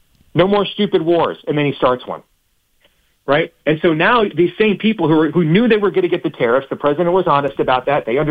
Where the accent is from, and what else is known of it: Iowa, United States